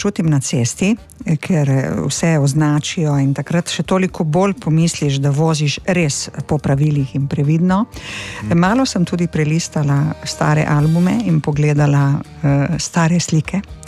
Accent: Izola, Coastal–Karst, Slovenia; born there; v Izoli smo sneg bolj redko videli.

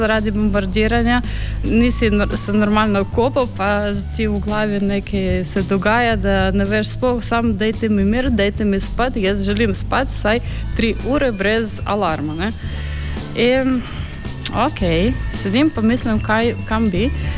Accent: Ukraine; Slovenian is a second language; moved away as an adult; now in Slovenia; Koliko časa sem v Sloveniji od začetka, nisem srečala Slovenca, Slovenko, ki bi mi nekaj rekel grdega zaradi tega, da sem iz Ukrajine.

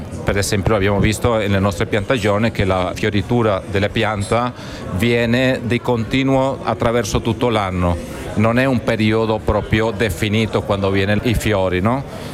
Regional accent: Venezuela; Italian is a second language; moved away as an adult; also born or lived in Milan; now in Trieste, Italy; vengo dal Venezuela, sono arrivato nel 2017 per motivi di salute della mia madre a Milano, all'ospedale San Raffaello di Milano, e dopo ci siamo trasferiti a Trieste perché è una città più pacifica, più bella, luminosa

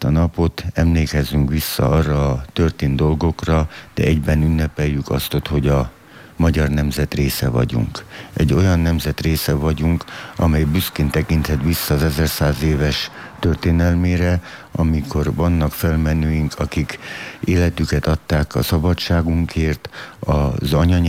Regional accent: Prekmurje, Slovenia; nagyon büszkék lehetünk arra, hogy muravidékiek vagyunk, és hogy muravidéki magyarok vagyunk.

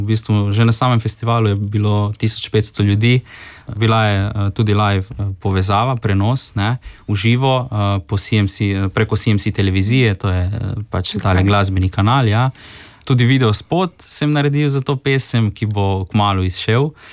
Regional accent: Rijeka, Primorje-Gorski Kotar County, Croatia; tako da smo očitno ti reški Slovenci, smo srečni

